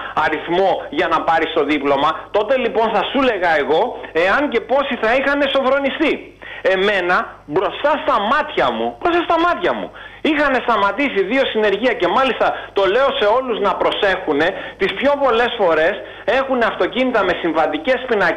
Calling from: Greece; εγώ ντρέπομαι πλέον που είμαι Έλληνας και είμαι σε αυτό το κράτος.

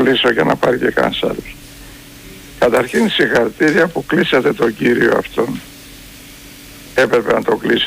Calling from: Nea Ionia, Attica, Greece; είμαι από Νέα Ιωνία

